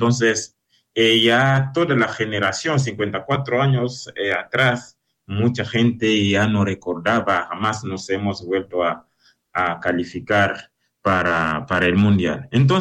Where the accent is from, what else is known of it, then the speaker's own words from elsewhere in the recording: DR Congo; moved away; el fútbol en mi país es algo que une